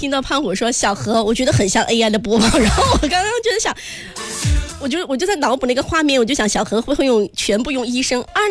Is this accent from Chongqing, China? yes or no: no; Sichuan, China; now in Guangdong, China; 作为四川人啊，我们的早餐就相对比较简单一些